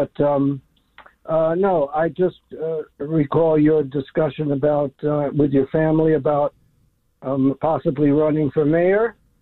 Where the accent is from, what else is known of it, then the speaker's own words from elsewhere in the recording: Rockland County, New York, United States; I grew up in Rockland County.